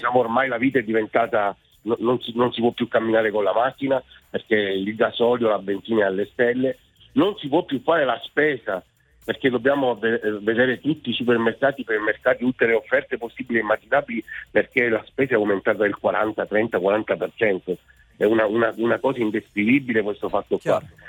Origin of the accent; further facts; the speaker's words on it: Reggio Calabria, Calabria, Italy; moved away as an adult; now in Brescia, Italy; io sono nato e cresciuto a Reggio Calabria, ma ora da 20 anni vivo a Brescia.